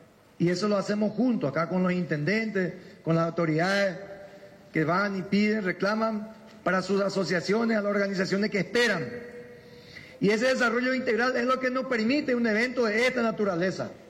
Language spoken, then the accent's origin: Spanish; Paraguay; podamos hacerlo juntos como paraguayos